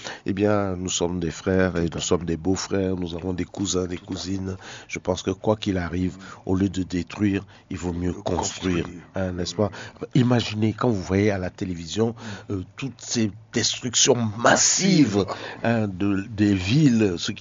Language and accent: French; Benin; ce qui s'est passé chez nous au Bénin.